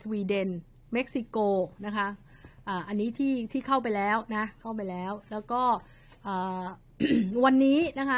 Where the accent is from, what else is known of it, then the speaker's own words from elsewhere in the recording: Bangkok, Thailand; พื้นเพคนกรุงเทพนะคะ